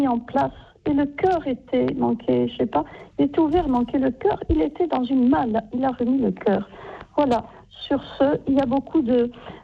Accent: Corsica, France

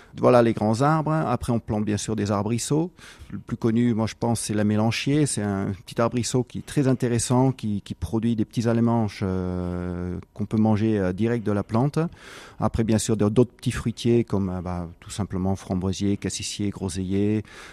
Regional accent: Cosne-d'Allier, Auvergne-Rhône-Alpes, France; now in Hérisson, France; Moi, je suis originaire de Cône, je voulais m'installer en espace vert sur le secteur de Cône d'Allier.

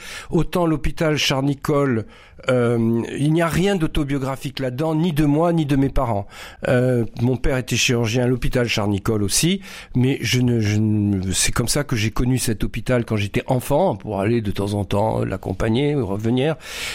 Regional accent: Carthage, Tunis Governorate, Tunisia; born there; moved away; si ce livre, je l'ai mis à Carthage, c'est parce que, au fond, moi, j'ai vécu une enfance extrêmement heureuse dans ce pays.

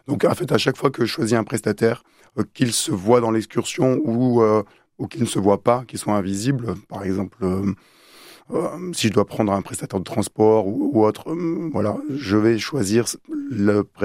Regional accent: Bordeaux, Nouvelle-Aquitaine, France; moi, en tant que Bordelais

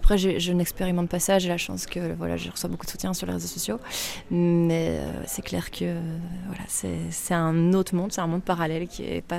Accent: Brussels, Belgium; Je suis bruxelloise, je trouve que c'est une scène magnifique, intimiste.

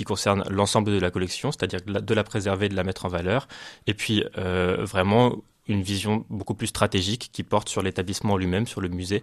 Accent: Paris, Île-de-France, France; Moi, c'est vrai que je connaissais pas du tout ni le musée, ni sa région. J'ai grandi à Paris

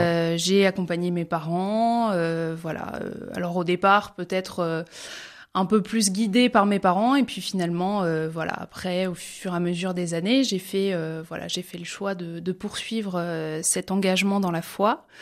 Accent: Grand Est, France; je suis originaire de Moselle, de Quédange-sur-Canère, plus exactement. Je viens d'une famille qui est croyante, pratiquante.

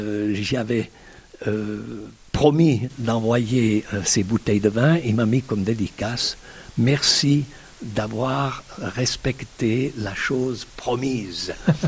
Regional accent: Valais, Switzerland; chez nous en Valais

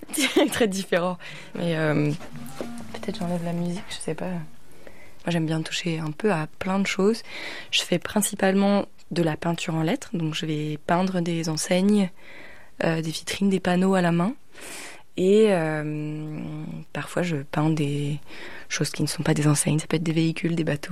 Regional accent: Pouldreuzic, Brittany, France; Moi j'aime bien faire le lien parce que j'ai grandi à Poulresic et du coup je trouve que.

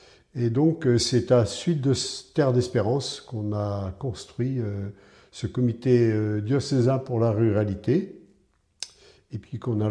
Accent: France; also born or lived in Dijon; now in Nièvre, France; je suis né à la campagne près du Mont-Saint-Michel. Mes parents étaient de modestes agriculteurs, 5 hectares, 5 vaches, et j'ai 5 frères et sœurs, donc ça donne une idée un petit peu de mon vécu en milieu rural dans ma jeunesse.

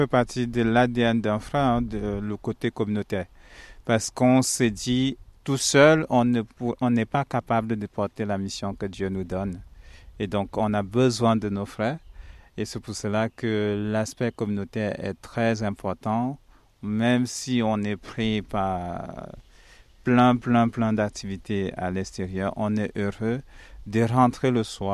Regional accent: Cameroon; moved away as an adult; now in France; je suis né au Cameroun, j'ai grandi au Cameroun.

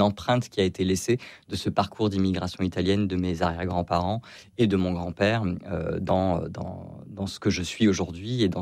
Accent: Hyères, Provence-Alpes-Côte d'Azur, France; Moi, je suis originaire de Hyères, j'ai grandi à Hyères, donc tout ce qui est reconnexion à mon enfance, ça aurait pu être Hyères.

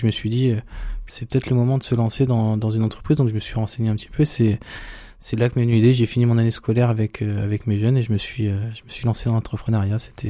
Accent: Argentan, Normandy, France; also born or lived in Caen; moi je suis issu d'Argentan, je suis un pur produit du terroir. Et je me suis exilé quelques années sur Caen

